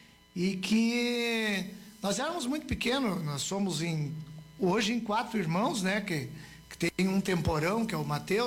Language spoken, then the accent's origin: Portuguese; Mormaço, Rio Grande do Sul, Brazil; eu sou natural do Mormaço, então nós morávamos lá.